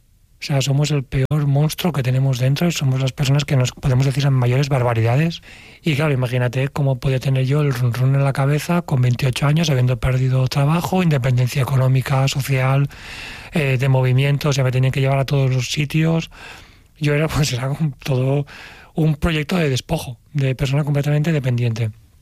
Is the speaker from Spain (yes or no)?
yes; Valencia, Valencian Community, Spain; yo soy de Valencia, aquí en Valencia